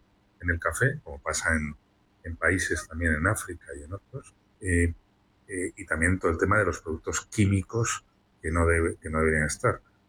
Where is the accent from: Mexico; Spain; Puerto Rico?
Spain; Valencia, Valencian Community; en mi ciudad de origen, en Valencia